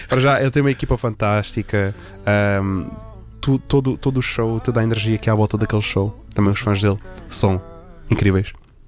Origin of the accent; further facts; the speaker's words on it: Lisbon, Portugal; Sou daqui de Lisboa, aqui ao lado.